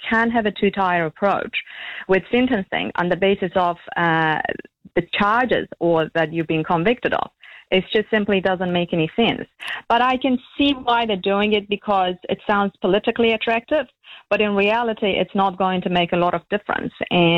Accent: Iran; moved away; you know, I grew up on Iran, and defendants' rights there conditional upon a state approval.

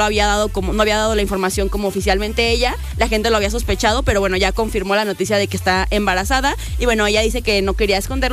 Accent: Mexico; Lionel Blackman, como yo soy mexicana, yo pronuncio en mexicano.

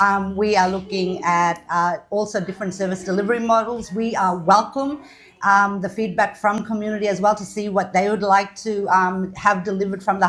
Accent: Queensland, Australia; My mob, I'm a proud Kukuyalanji woman, also Yitawara and Gugu Yitama.

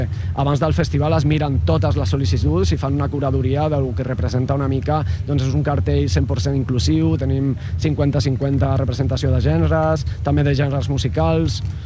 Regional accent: Murcia, Region of Murcia, Spain; Catalan is a second language; now in Barcelona, Spain; Jo sóc de Múrcia, però xerraré en català perquè estic molt enxitxada amb això del català.

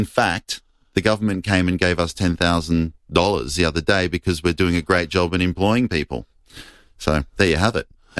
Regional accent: Adelaide, South Australia, Australia; So Adelaide's the 11th store, and it's super special that it's in my hometown.

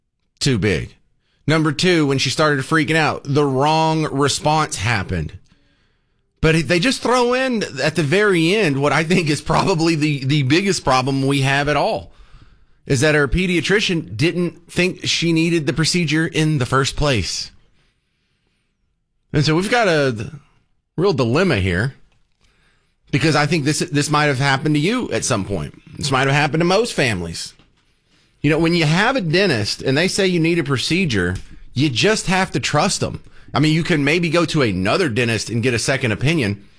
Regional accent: Bug Tussle, United States; I'm from a very small town. I'm from Bug Tussle.

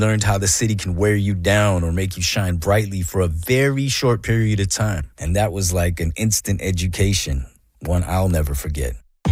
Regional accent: Ontario, Canada; I was from Vaughan Road, Rawlinson Park, but anywhere you go, it could have been Parkdale or Rexdale or Regent or Scarborough. We grew up with familiar faces

